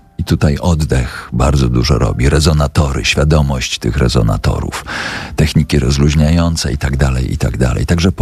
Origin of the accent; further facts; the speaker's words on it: Tyczyn, Subcarpathian Voivodeship, Poland; accent: Subcarpathian sing-song; bo ja jestem z Podkarpacia, jestem z pięknego miasteczka Tyczyn pod Rzeszowem i tam troszeczkę inaczej mówimy.